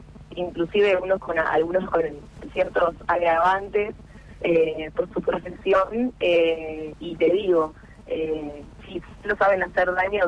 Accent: Santa Cruz, Argentina; now in El Maitén, Argentina; No, yo soy santacruceña y me fui a Maitén por cuestiones familiares, digamos, para cambiar de vida me quería ir a vivir en la cordillera.

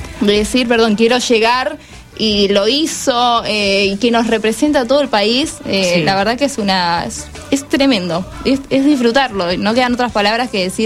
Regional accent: San Martín, Buenos Aires Province, Argentina; yo soy de San Martín, y vivo sobre la misma calle que Enzo Fernández.

